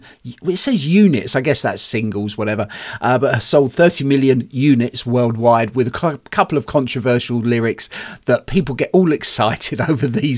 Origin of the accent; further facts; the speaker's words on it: Staines, South East England, United Kingdom; just down the road from where I grew up in Staines